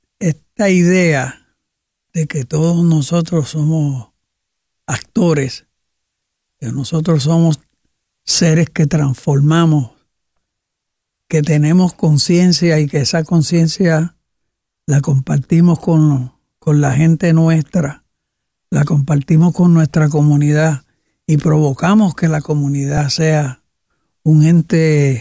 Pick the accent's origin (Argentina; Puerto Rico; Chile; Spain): Puerto Rico